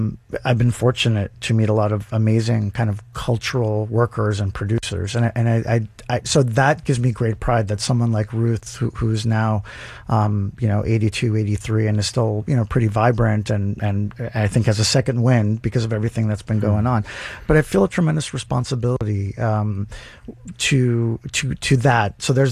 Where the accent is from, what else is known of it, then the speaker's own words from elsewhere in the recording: Cambridge, Massachusetts, United States; born there; I am, yeah. I was born in, I'm a first generation. I was born here in Cambridge. My mom and dad met here in Southie.